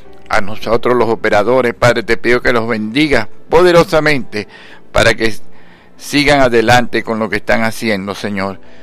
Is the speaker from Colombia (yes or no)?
no; Venezuela; te doy gracias por mi tierra. Gracias, Padre amado, porque de verdad con Venezuela te pasaste.